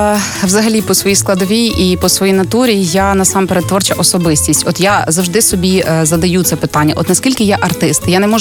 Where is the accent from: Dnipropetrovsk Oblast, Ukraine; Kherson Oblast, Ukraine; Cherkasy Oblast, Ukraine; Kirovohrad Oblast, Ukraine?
Cherkasy Oblast, Ukraine; Kaniv; я родом з Канєва